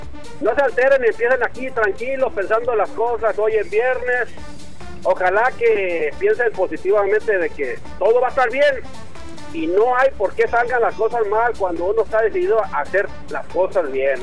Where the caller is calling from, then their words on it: Jalisco, Mexico; arriba Jalisco, que esa es mi tierra.